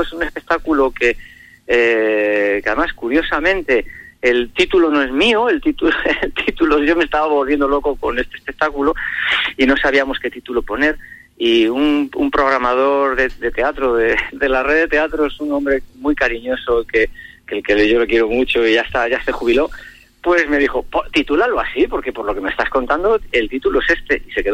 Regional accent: Medina del Campo, Castile and León, Spain; also born or lived in Ávila; Los vecinos de aquí de Medina del Campo, yo vivía en la calle de Las Farolas.

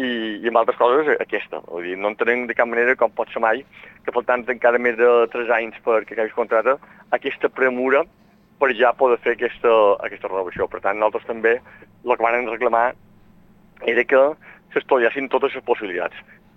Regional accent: Balearic Islands, Spain; som veïnat de Vinyaraix

